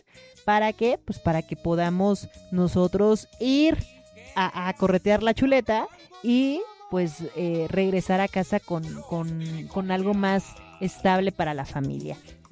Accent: Mexico; para nosotros como mexicanos

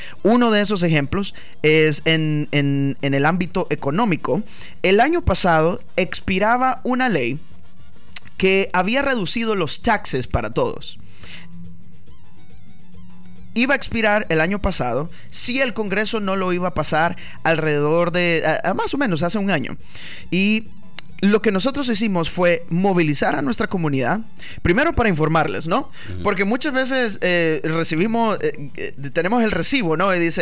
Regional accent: El Salvador; now in United States; Yo soy de El Salvador.

